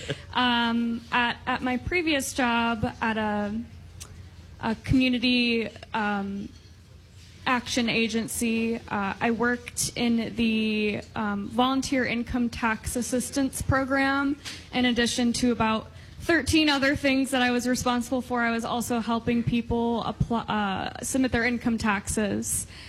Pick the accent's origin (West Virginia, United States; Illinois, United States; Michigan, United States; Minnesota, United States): Illinois, United States; Kankakee; I'm originally from the Kankakee area, okay.